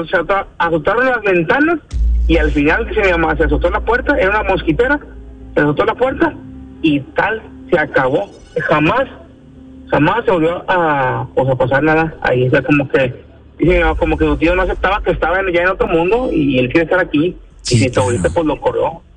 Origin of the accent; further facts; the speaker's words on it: Monterrey, Nuevo León, Mexico; yo nací allá en Valle Verde, en Monterrey. Soy de Valle Verde.